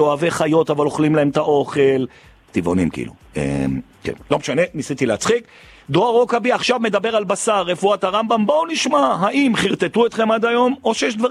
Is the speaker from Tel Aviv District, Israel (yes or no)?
no; Jerusalem, Jerusalem District, Israel; לי מותר לומר 200, אני ירושלמי.